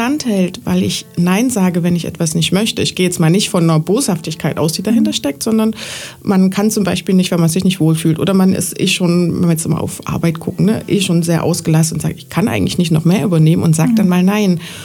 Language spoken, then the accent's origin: German; Germany; born there; Ich bin noch in der DDR geboren, ja.